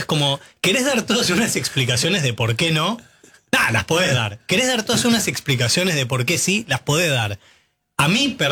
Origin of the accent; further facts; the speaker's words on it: Pinamar, Buenos Aires Province, Argentina; yo soy de Pinamar, sigo viviendo en Pinamar